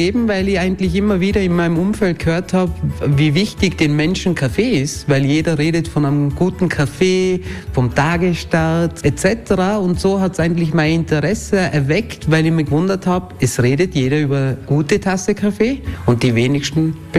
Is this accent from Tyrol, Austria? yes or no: yes; Innsbruck, Tyrol, Austria; Meine Wurzeln kommen aus der Türkei, sind seit über 50 Jahren schon mittlerweile in Tirol zu Hause. Also ich bin eigentlich gebürtiger Innsbrucker und habe eigentlich wenig Beziehung zu der Türkei